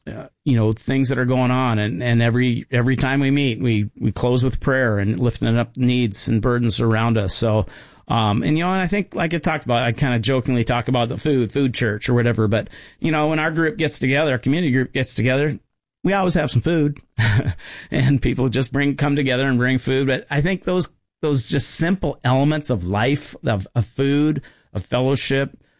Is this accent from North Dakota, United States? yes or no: yes; Harvey, North Dakota, United States; also born or lived in Seattle; Well, my first memories are growing up in North Dakota. My dad was a pastor, and I remember about 4 years old, I remember moving out from the Seattle area to a little tiny town called Harvey, North Dakota.